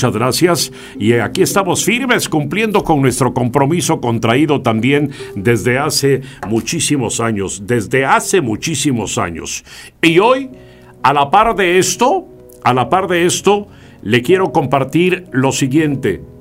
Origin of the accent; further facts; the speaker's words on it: Cintalapa de Figueroa, Chiapas, Mexico; en la entonces XEIN, La Voz del Valle, en mi tierra natal, Cintalapa de Figueroa